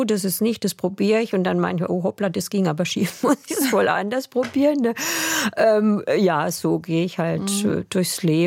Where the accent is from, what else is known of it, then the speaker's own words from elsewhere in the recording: Germany; accent: Alemannic; Und dann frage ich den in meinem alemannischen Dialekt, ob ich schon ein wenig spät dran